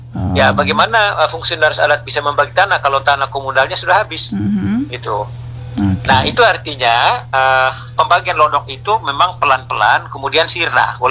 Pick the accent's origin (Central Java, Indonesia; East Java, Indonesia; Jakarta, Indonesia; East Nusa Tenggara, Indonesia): East Nusa Tenggara, Indonesia; Rangat; Artinya memungkinkan kalau misalnya di kampung saya misalnya di Rangat, Desa Bailolos, tahun 2014 kami membuka satu lahan luasnya kurang lebih 25 hektar.